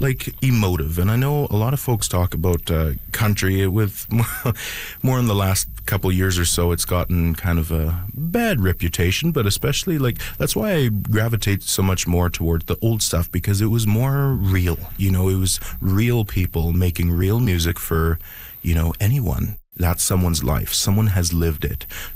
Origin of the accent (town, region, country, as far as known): Sucker Creek, Alberta, Canada